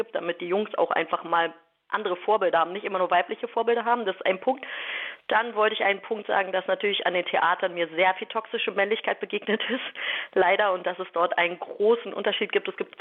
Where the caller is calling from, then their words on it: Berlin, Germany; ich komme aus Berlin.